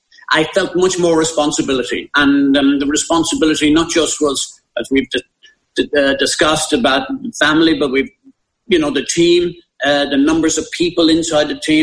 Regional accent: Ireland; as an Irish person, I felt inferior. I had an inferiority complex when I went to England.

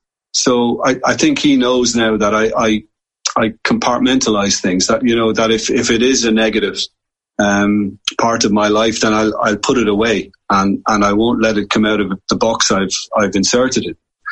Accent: Waterford, Munster, Ireland; I'm from Waterford and I grew up in Waterford, but Tremor is only 7 miles away and it's the resort in the county of Waterford.

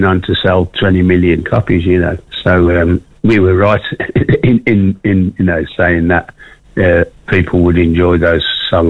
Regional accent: Birmingham, West Midlands, United Kingdom; accent: Brummy; a lot of people didn't know what I was singing about because of my Brummy accent

